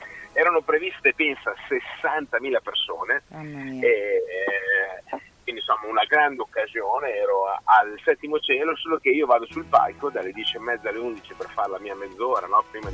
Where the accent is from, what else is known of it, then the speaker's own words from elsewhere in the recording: Emilia-Romagna, Italy; Mamma e papà erano grandi appassionati di musica, fondarono una delle prime balere dalle nostre parti qua in Emilia. E io e Luciano siamo cresciuti proprio da piccolissimi